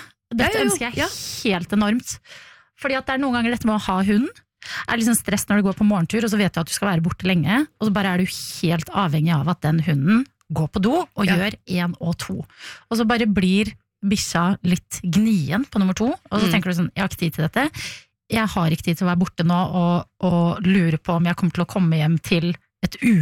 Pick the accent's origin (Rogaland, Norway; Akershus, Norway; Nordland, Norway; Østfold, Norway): Østfold, Norway; at vi er fra Østfold